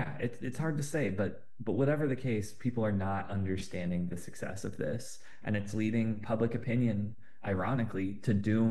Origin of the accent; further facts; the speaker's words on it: Portland, United States; born and raised in Portland, live here